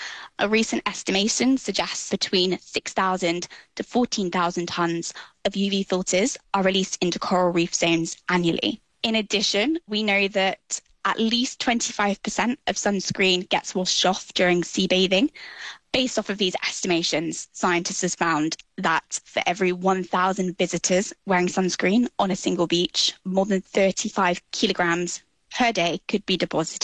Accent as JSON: {"language": "English", "region": "South West England", "country": "United Kingdom", "tie": "born or raised there", "said": "I grew up in Devon in the UK, and as such, I've spent obviously a lot of time in and around the ocean."}